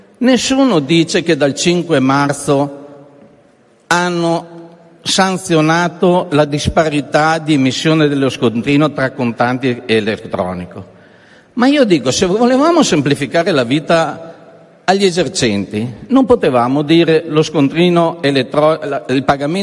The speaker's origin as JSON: {"language": "Italian", "region": "Veneto", "country": "Italy", "said": "Perché io vengo dal Veneto, noi abbiamo un problema fondamentale nelle regioni di confine."}